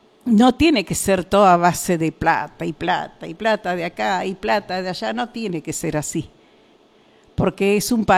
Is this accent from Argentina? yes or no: yes; Argentina; Somos todos argentinos